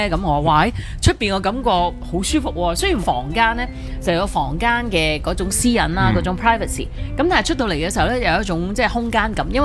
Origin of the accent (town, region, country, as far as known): Hong Kong